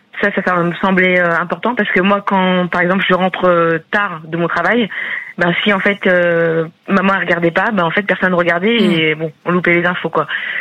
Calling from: Tours, Centre-Val de Loire, France; De Tours.

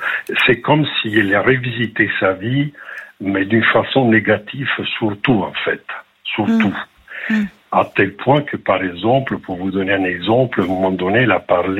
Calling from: France; moi j'habite en France, mais elle est en Italie.

